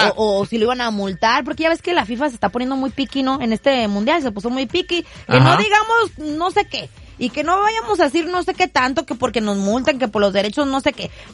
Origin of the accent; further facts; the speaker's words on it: Tijuana, Baja California, Mexico; born there; No, mexicana, yo nací en Tijuana, Baja California, México.